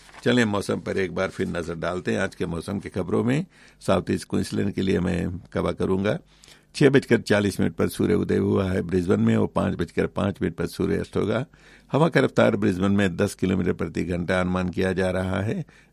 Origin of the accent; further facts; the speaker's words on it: Fiji; moved away; जो फिजी से हैं यहाँ आकर बसे हैं।